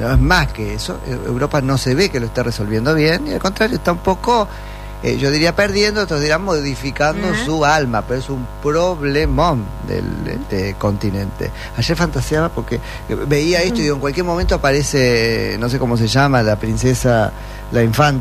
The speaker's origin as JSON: {"language": "Spanish", "country": "Argentina", "said": "eso tiene un poco que ver con lo que somos los argentinos."}